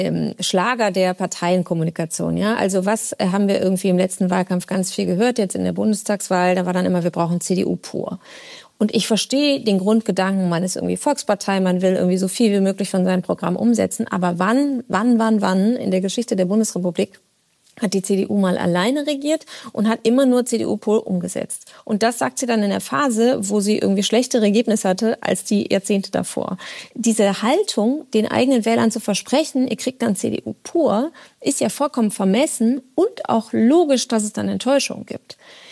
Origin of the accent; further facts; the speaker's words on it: Rhineland, Germany; weil ich bin ja Rheinländerin